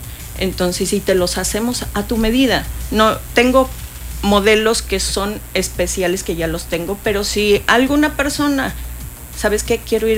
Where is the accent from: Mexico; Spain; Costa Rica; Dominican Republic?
Mexico; Puebla; now in Cancún, Mexico; somos de Puebla.